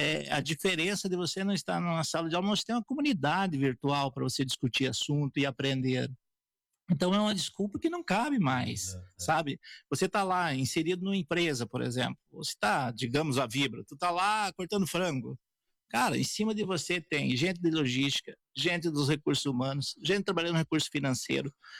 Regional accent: Espumoso, Rio Grande do Sul, Brazil; Eu nasci lá no Borboleta, no Campo Comprido. E fui registrado em Jacuizinho, na época que era comarca de Espumoso. Então, eu sou realmente aqui da terra.

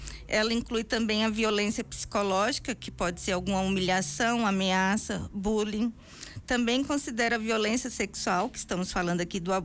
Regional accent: Brasília, Federal District, Brazil; moved away as an adult; now in Vacaria, Brazil; Eu sou natural de Brasília.

